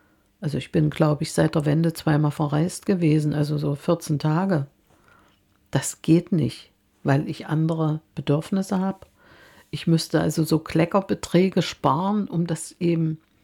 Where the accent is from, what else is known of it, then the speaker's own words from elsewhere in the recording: East Germany, Germany; Ich wusste, wo ich herkomme. Mein Großvater war Kommunist. Meine Mutter ist dann in die Partei gegangen, mein Vater auch. Und ja, also ich habe eine schöne Zeit in der DDR erlebt.